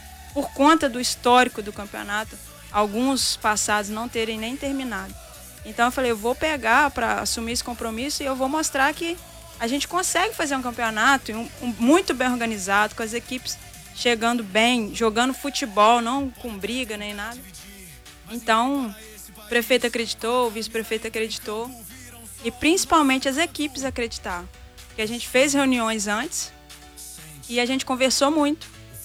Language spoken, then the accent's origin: Portuguese; Palma, Brazil; Então, é assim, porque eu sou de Palma, né?